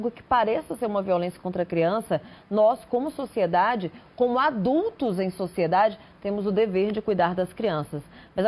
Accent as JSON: {"language": "Portuguese", "region": "Ceará", "country": "Brazil", "said": "É que eu sou do Ceará, viu, gente? Não sei se deu para notar pelo sotaque."}